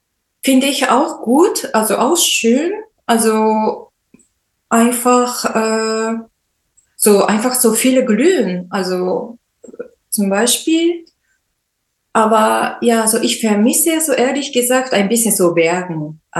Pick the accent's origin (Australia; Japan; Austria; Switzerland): Japan; now in Germany; Und ich wollte eigentlich in meiner Heimat also weiter wohnen, aber bei ihm war es ein bisschen schwierig, also in Japan zu wohnen